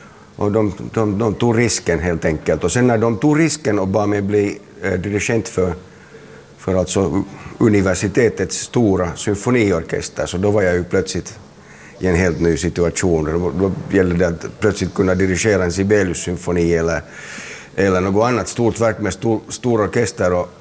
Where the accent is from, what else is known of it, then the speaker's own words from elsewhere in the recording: Helsinki, Uusimaa, Finland; För det första, jag är från Helsingfors, så jag känner mig definitivt hemma på Drumsö, där jag fortfarande har en bostad och där jag har bott sedan jag var 1 år gammal.